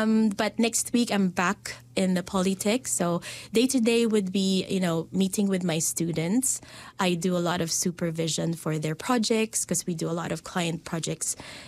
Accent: Philippines; now in Dunedin, New Zealand; make sense of our being Filipino here in New Zealand

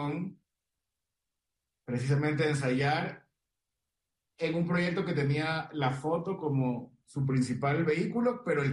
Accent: Guayaquil, Guayas, Ecuador; Por ejemplo, yo tenía como guayaquileño una idea de que el centro histórico de Quito era blanco, ¿ya?

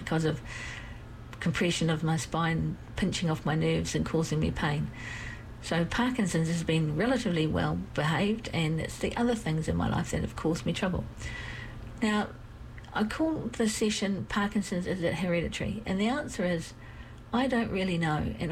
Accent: Rotorua, Bay of Plenty, New Zealand; I grew up in Rotorua, which is one of the smelliest places you could ever be, although you do just get used to it, and it's worse in some parts than others.

